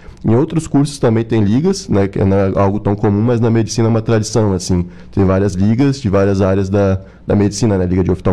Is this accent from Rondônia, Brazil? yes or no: yes; Porto Velho, Rondônia, Brazil; moved away as an adult; now in Araranguá, Brazil; Sou de Porto Velho, Rondônia.